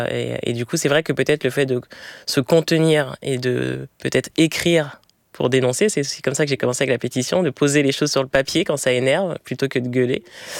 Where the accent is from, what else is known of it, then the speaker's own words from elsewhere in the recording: Villiers-le-Bel, Île-de-France, France; also born or lived in Clamart; Je suis née à Clamart, mais j'ai grandi à Villers-le-Bel. Puis après, oui, pas mal de déménagement un peu partout en Île-de-France avec un point de chute dans le 77.